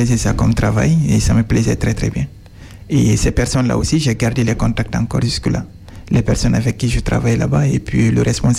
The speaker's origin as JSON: {"language": "French", "country": "Guinea", "tie": "born or raised there", "also_born_or_lived": "Odessa, Ukraine", "moved": "as an adult", "lives_now": "France", "said": "C'est mon pays d'origine"}